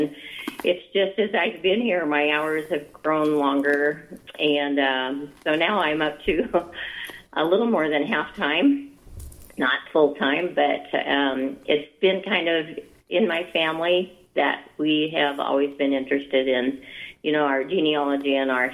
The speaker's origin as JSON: {"language": "English", "town": "Bozeman", "region": "Montana", "country": "United States", "tie": "born or raised there", "said": "I grew up in Bozeman and went to MSU, majored in history with a minor in museum studies."}